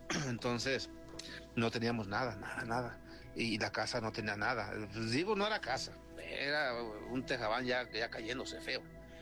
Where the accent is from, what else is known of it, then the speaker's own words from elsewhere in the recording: Zamora, Michoacán, Mexico; moved away as an adult; also born or lived in Estación Coahuila, Baja California; yo soy de Zamora, Michoacán, iba para Estados Unidos y no pude pasar